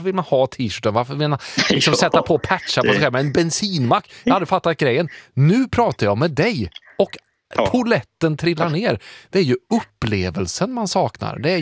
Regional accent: Värmland, Sweden; för jag har vuxit upp i Värmland, mitt i alltså

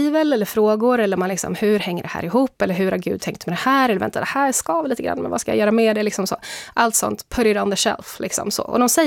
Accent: Sweden; jag var mormon före jag var svensk

